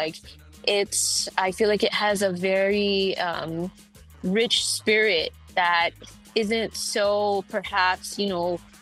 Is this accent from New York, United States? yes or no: yes; New York City, New York, United States; And then back home in New York, where I grew up in Queens, and I grew up in an area called Elmhurst, Queens, that's really close to Jackson Heights and Corona.